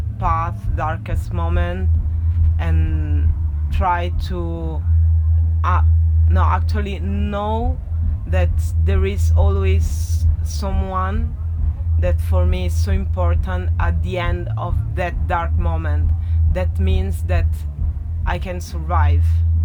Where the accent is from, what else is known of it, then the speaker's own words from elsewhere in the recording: Italy; English is a second language; moved away as an adult; now in Paris, France; I'm born and raised in Italy, but I decided to left because I was seeking for more representation, and I decided to go in Paris.